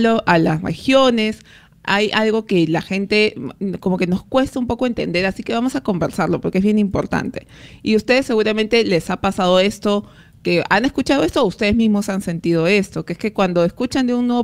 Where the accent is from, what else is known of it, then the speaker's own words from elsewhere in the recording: Peru; como peruanos, que vivimos en un país predominantemente minero, históricamente minero